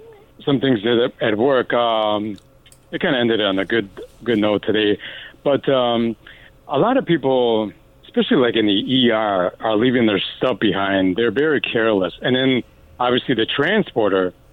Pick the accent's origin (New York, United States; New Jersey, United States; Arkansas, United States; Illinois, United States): Illinois, United States; Chicago; I was from Chicago.